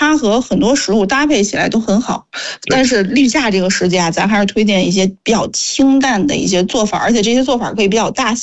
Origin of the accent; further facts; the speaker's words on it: Beijing, China; 咱老北京